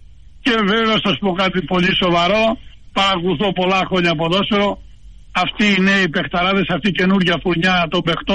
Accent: Greece; ποδοσφαιρόφιλος και ως Έλληνας και ως δημοσιογράφος.

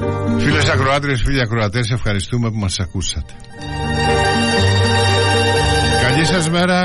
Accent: Greece; για να θυμόμαστε σαν Έλληνες

